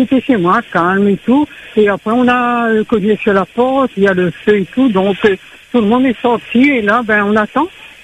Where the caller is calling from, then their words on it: Réunion; on habite à la Bretagne, au chemin Bois Rouge, au jardin arrosé.